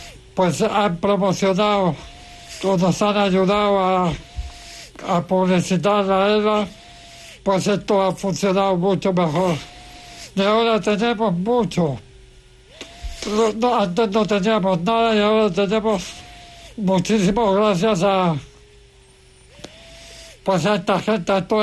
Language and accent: Spanish; Chile; born there; soy español, pero tengo nacido en Chile.